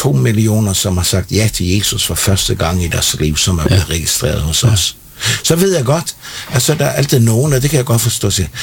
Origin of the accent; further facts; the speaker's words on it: Capital Region of Denmark, Denmark; Altså, jeg er fiskesøn fra Bornholm. Og som dreng så tog jeg også ude i robåden med pilken, ikke?